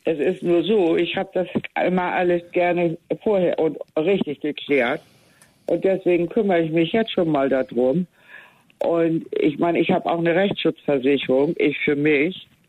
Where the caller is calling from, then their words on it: Tostedt, Lower Saxony, Germany; ich komme hier aus Tosted, 21255 ist meine Postleitzahl